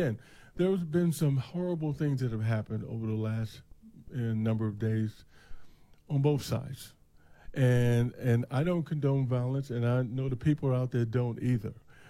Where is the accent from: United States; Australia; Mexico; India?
United States; Washington, District of Columbia; When I was raised in Washington, D.C. Chris, did I tell you I was raised in Washington, D.C.?